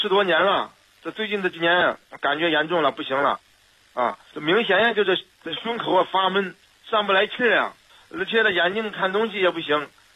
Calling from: Henan, China; 我是河南的，

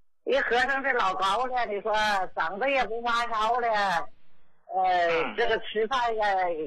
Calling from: Qinhuangdao, Hebei, China; 我是秦皇岛的呀。

